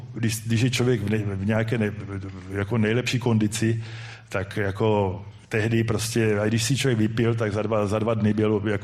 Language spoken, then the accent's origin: Czech; Uherské Hradiště, Zlín Region, Czechia; pocházím z Uherského Hradiště